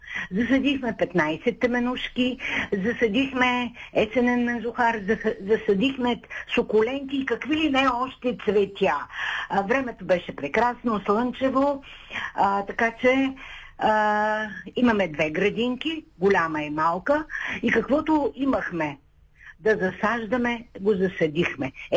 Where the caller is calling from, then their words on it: Shumen, Shumen Province, Bulgaria; от Шумен.